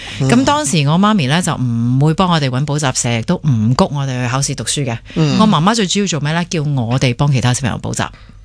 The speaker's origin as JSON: {"language": "Cantonese", "country": "Hong Kong", "tie": "born or raised there", "said": "我嘅 co-founder 咧系我哥哥 Clement。咁我同我哥哥都系土生土长香港人，咁 local school 由小一读到中六嘅。"}